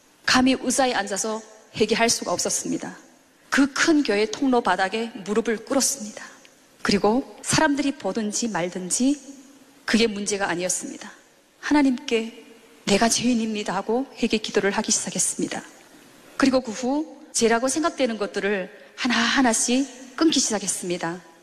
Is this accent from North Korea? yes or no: yes; North Korea; moved away; also born or lived in China; 저도 같은 탈북민이고